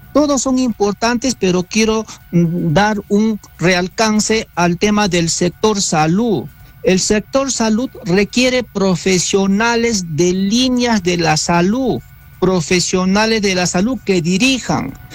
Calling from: Challhuahuacho, Apurímac, Peru; Llamo desde Chalhuahuacho, Apurímac.

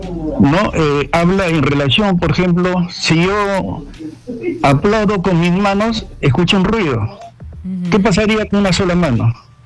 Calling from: Huacho, Lima, Peru

